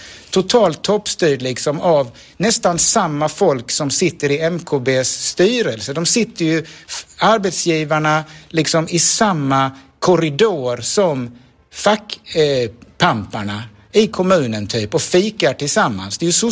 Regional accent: Sweden; now in Malmö, Sweden; vi svenskar är så mesiga

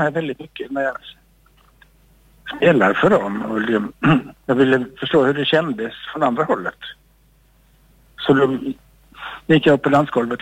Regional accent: Lund, Skåne, Sweden; now in Malmö, Sweden; jag växte upp i Lund och då var jag på gymnasiet där

